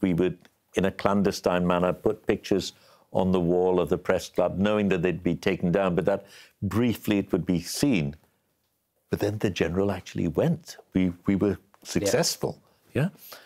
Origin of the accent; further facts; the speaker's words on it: Bangladesh; I'm from Bangladesh.